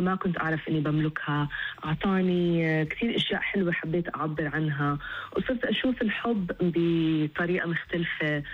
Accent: Amman, Amman Governorate, Jordan; accent: Jordanian; أنا طبعا كبرت وتربيت بعمان،

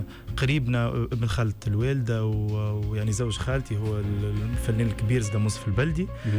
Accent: Tunis, Tunis Governorate, Tunisia; born there; also born or lived in Djerba / Gafsa; مولود في تونس وعايش في تونس، بين جربة وتونس الأكثر.

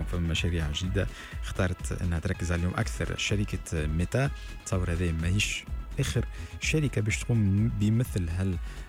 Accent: Tunisia

